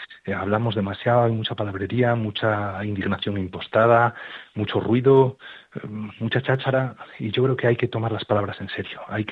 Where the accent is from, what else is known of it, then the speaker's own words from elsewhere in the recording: Asturias, Spain; del Oviedo, y eso que estamos ahora en duelo, estamos ahora en duelo ya que estamos matemáticamente descendidos, pero